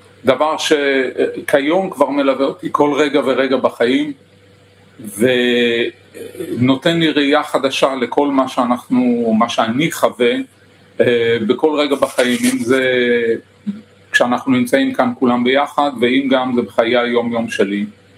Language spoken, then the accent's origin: Hebrew; Milan, Lombardy, Italy